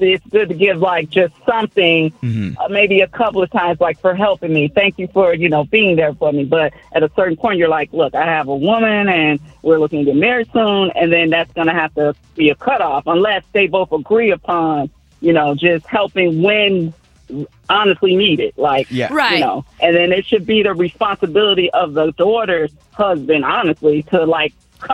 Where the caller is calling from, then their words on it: Indiana, United States; In Indiana.